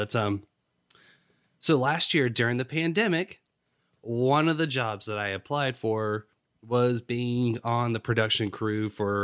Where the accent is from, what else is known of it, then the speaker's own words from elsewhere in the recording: North Carolina, United States; You know, I'm from North Carolina originally.